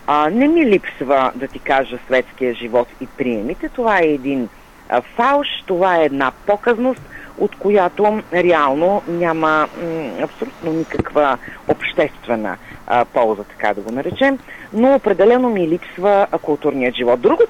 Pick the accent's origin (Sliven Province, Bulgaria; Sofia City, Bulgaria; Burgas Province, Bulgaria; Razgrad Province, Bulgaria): Sofia City, Bulgaria; Sofia; moved away as an adult; now in Ezerovo, Bulgaria; Тоест родена в центъра на София и израснала цял живот в столицата.